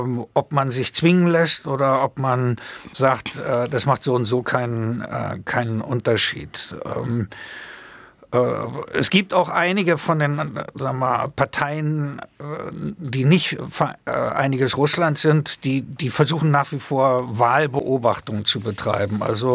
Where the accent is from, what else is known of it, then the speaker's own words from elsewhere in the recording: Germany; ich bin in der DDR groß geworden